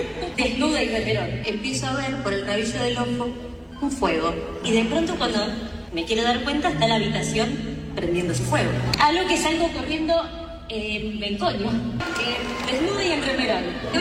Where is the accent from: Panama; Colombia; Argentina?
Argentina; Y yo soy una persona muy generosa como buena argentina.